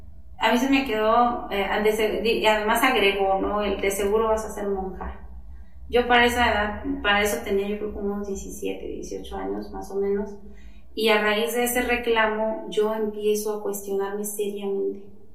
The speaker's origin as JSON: {"language": "Spanish", "region": "Michoacán", "country": "Mexico", "tie": "born or raised there", "moved": "yes", "said": "Yo soy originaria de Michoacán"}